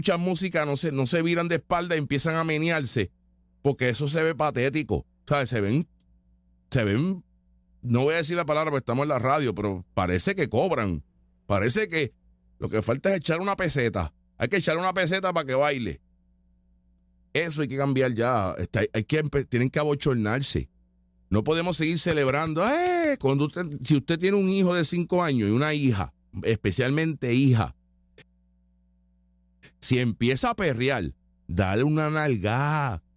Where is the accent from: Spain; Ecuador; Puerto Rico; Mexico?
Puerto Rico